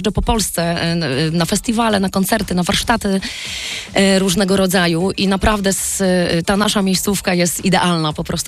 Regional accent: Kutno, Łódź Voivodeship, Poland; moved away as an adult; also born or lived in Katowice / Warsaw; now in near Teresin, Poland; Ja pochodzę z Kutna

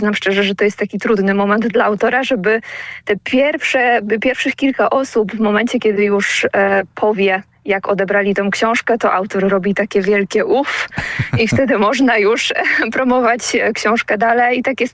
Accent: Wrocław, Lower Silesian Voivodeship, Poland; Ja obecnie mieszkam we Wrocławiu i tutaj spędziłam większość swojego życia

